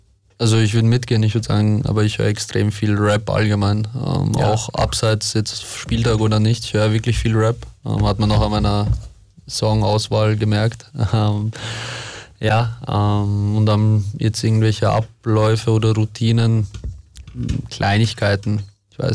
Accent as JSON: {"language": "German", "region": "Vienna", "country": "Austria", "moved": "as an adult", "lives_now": "Linz, Austria", "said": "als Wiener auch mal sehr, sehr angenehm in einer Stadt zu leben, wo alles ein bisschen langsamer ist"}